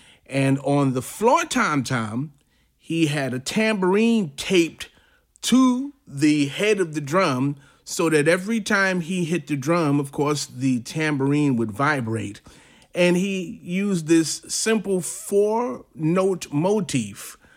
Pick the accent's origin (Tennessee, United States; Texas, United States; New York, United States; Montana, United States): New York, United States; New York City; I'm from New York City.